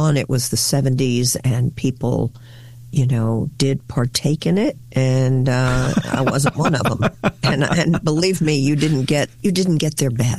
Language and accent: English; Houston, Texas, United States; I'm a girl from Houston.